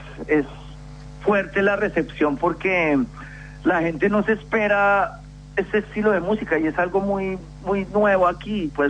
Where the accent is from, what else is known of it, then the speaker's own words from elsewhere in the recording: Bogotá, Bogotá D.C., Colombia; now in Melbourne, Australia; Yo crecí en Bogotá